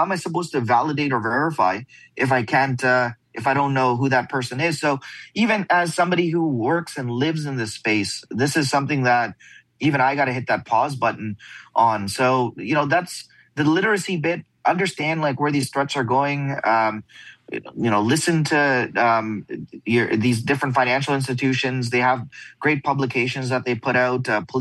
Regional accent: Canada; we're two guys from Canada out in the US

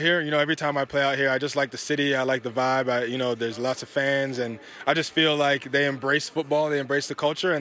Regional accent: Jamaica; now in Calgary, Canada; I'm Jamaican

